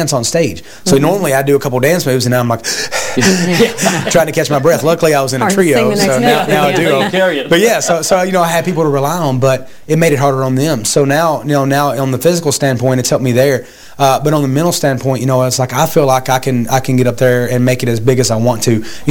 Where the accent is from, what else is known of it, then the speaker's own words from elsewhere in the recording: the South, United States; I was from the South. Yeah, I'm from the South.